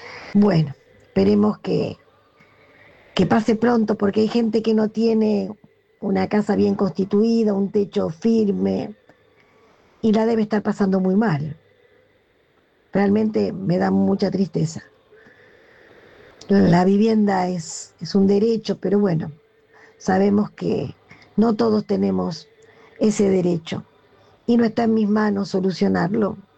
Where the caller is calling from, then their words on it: Buenos Aires, Argentina; de Colegiales.